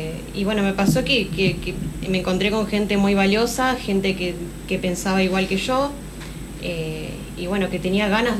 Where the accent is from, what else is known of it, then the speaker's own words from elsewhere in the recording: General Ramírez, Entre Ríos, Argentina; Yo de Ramírez, sí.